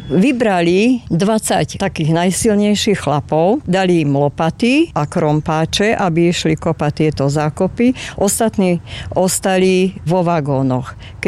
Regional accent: Sklené, Žilina Region, Slovakia; pochádzam … zo sklaného nemeckej dediny, ktorá sa volala kedysi Glaserhau a leží v oblasti Haverlandu.

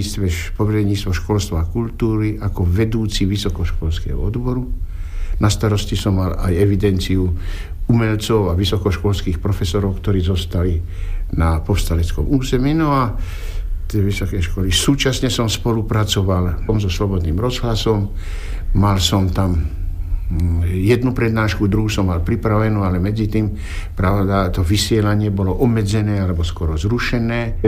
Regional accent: Banská Bystrica Region, Slovakia; môj rodný kraj, tak tá Banská Bystrica, ten rodný kraj

